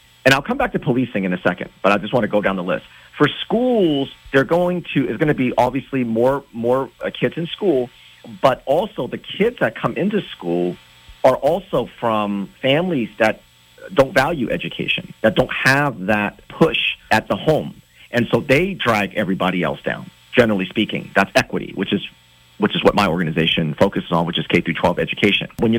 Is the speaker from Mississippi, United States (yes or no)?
no; California, United States